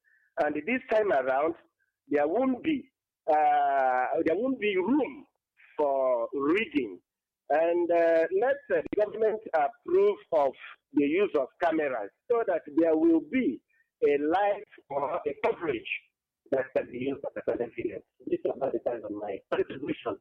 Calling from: Akeze, Borno, Nigeria; I'm calling in from Akeze, Borno State.

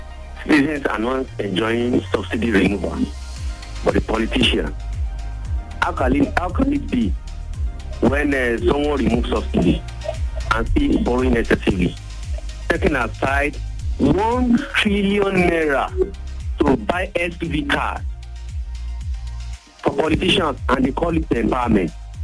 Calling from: Apata, Oyo, Nigeria; I'm first calling from Apata.

